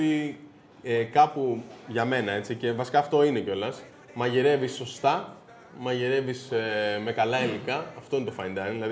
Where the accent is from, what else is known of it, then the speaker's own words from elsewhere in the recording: Egypt; now in Greece; τους λέω είμαι από την Αίγυπτο